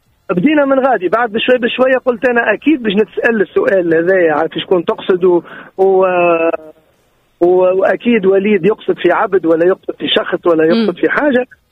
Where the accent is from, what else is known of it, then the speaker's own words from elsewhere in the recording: Tunisia; أنا فنان أنا فنان تونسي